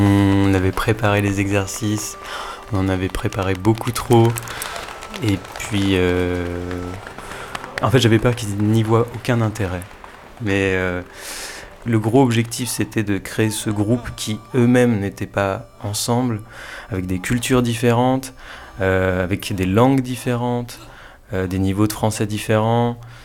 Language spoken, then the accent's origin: French; Nantes, Pays de la Loire, France; moved away; j'ai 31 ans, je suis originaire de Nantes